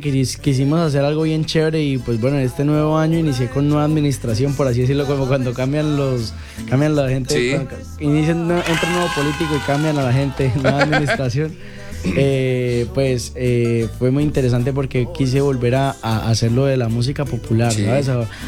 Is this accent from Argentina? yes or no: no; Florencia, Caquetá, Colombia; yo soy del Caquetá, imagínate, de Florencia